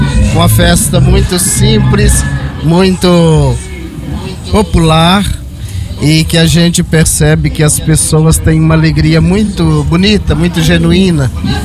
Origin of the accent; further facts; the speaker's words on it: Minas Gerais, Brazil; Na minha terra existe a exposição agropecuária e torneio leiteiro todo mês de julho.